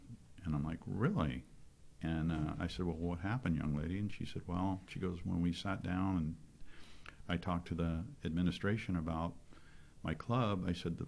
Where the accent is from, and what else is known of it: California, United States